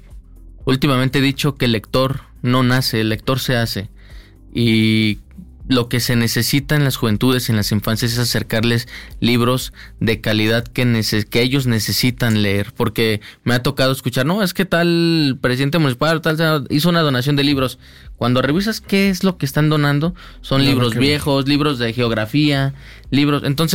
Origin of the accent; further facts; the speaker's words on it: Jalisco, Mexico; now in Mexico City, Mexico; yo soy de Jalisco, llego a la Ciudad de México